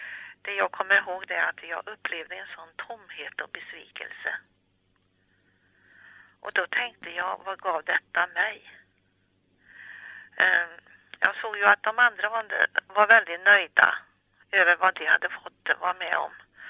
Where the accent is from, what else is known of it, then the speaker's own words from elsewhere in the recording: Västra Götaland County, Sweden; now in Ullervad, Sweden; Jag kommer från Dalsland.